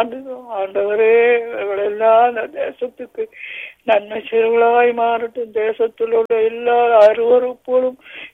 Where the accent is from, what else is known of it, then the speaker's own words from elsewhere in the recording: Sri Lanka; இலங்கை தேசத்துக்காக வேண்டிக் கொள்வோம். நாங்கள் பிறந்து வளர்ந்த தேசம்